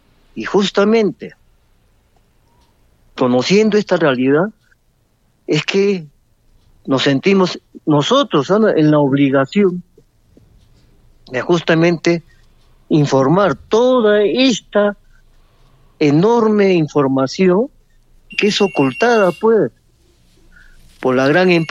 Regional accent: Peru

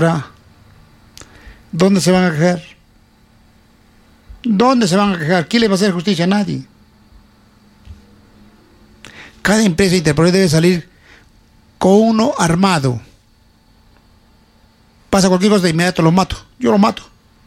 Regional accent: Yura, Arequipa, Peru; born there; Ver cómo en mi distrito, donde yo nací

